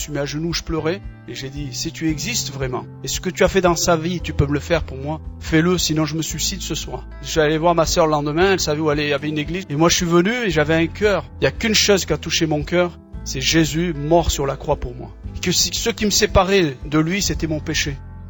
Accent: Algeria; Je suis algérien, on est issu d'une famille nombreuse, 14 frères et sœurs. On nous a appris, par rapport à notre religion, à connaître Dieu.

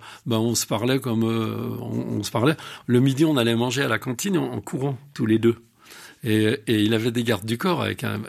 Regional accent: Montmirail, Grand Est, France; also born or lived in Romilly-sur-Seine; Moi je viens de Montmirail dans la Marne, je suis né à Romilly-sur-Seine dans l'Aube. Après quand j'ai eu 6-7 ans, on est parti à Montmirail dans la Marne

